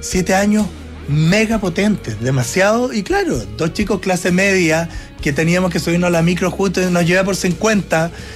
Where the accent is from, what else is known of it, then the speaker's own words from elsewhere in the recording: Valdivia, Los Ríos, Chile; moved away; yo vengo llegando hoy día de mi tierra.